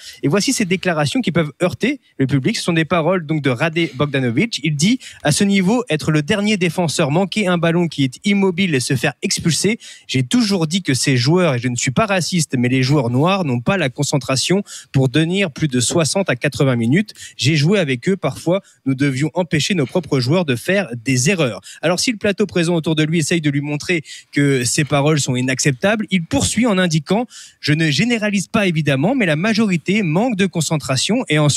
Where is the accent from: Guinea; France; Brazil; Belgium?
France; Normandy; puisque chez moi, en Normandie, il fait quand même 40 degrés.